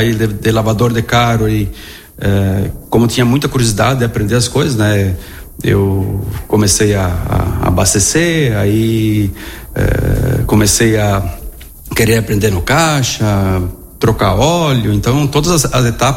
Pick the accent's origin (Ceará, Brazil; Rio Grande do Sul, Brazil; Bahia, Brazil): Rio Grande do Sul, Brazil; Vila Maria; Nasci em Vila Maria, né? Numa comunidade do interior de Vila Maria, linha 19 São João, perto da linha 18 Oroso lá, né? Filho de pequenos agricultores, né? Nasci em 77, hoje tenho 49 anos